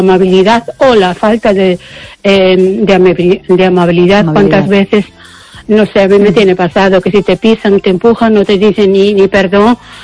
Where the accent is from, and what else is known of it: Spain; also born or lived in United Kingdom